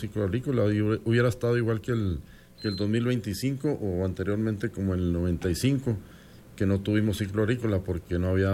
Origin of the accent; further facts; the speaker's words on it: Estación Consuelo, Chihuahua, Mexico; yo soy originario de Estación Consuelo. Sí.